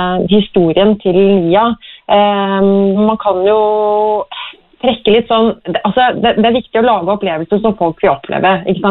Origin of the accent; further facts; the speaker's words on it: Kragerø, Telemark, Norway; Så jeg kommer jo fra Kragerø som er sommerby, men det er da ingenting som slår sommer i TIN heller.